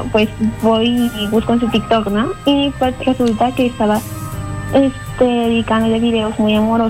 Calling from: Ica, Peru

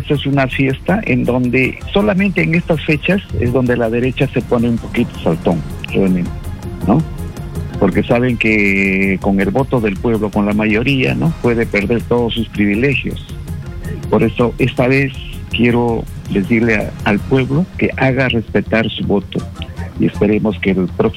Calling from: Ica, Peru; Te estoy llamando de Ica.

